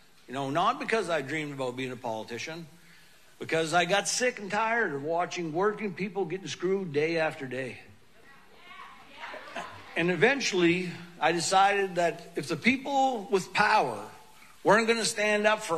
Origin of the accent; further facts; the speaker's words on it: Allagash, Maine, United States; I grew up in Allegash, about as far north as you can go in Maine without actually ending up in Canada.